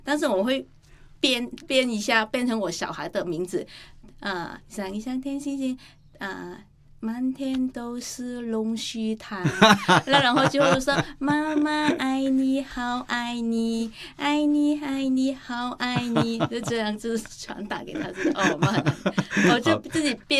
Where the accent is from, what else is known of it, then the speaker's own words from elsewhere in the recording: Vietnam; moved away; 我说不是，我是从越南来的。